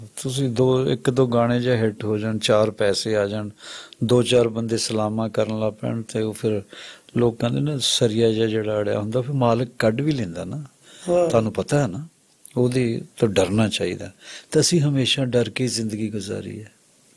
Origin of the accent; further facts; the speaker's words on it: Shafipur, Punjab, India; born there; ਉਹ ਸਾਈਂ ਜੀ ਕਹਿੰਦੇ ਉਹ ਕਿਹੜਾ ਪਿੰਡ ਆ, ਮੈਂ ਕਿਹਾ ਸ਼ਫੀਪੁਰ